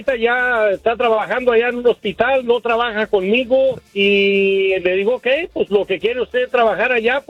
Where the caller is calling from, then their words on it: Apulco, Zacatecas, Mexico; Donde yo soy es de Apulco, Zacatecas.